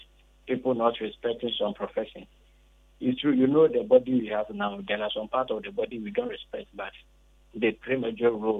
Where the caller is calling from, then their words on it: Ghana; I'm calling from Abripo.